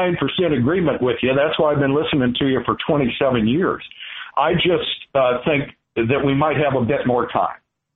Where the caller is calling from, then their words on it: Nebraska, United States; … from Nebraska.